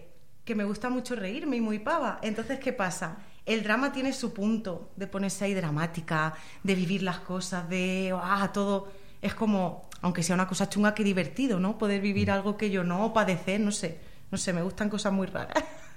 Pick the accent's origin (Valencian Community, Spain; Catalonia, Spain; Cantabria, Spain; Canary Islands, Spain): Valencian Community, Spain; Villena; En Villena, no sé si será porque soy de Villena y no soy objetiva